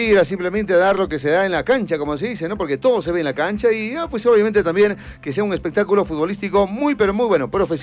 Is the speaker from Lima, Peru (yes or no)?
no; Arequipa, Peru; para nosotros como arequipeños también